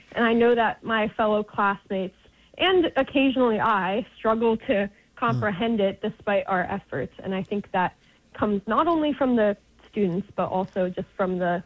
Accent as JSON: {"language": "English", "region": "New York", "country": "United States", "said": "I'm a student from New York. I recently graduated high school."}